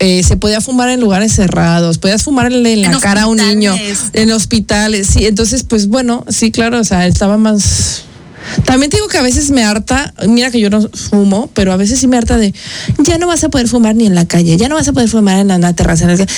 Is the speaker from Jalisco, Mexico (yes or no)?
yes; Zapopan, Jalisco, Mexico; moved away; donde nosotras vivíamos. O sea, no estaba en Zapopan, Jalisco.